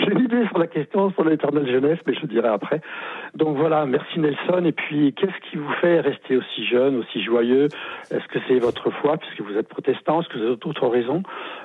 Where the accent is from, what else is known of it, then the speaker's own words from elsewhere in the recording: Auvergne-Rhône-Alpes, France; Je suis un Auvergnat. J'habite à côté de Clermont-Ferrand.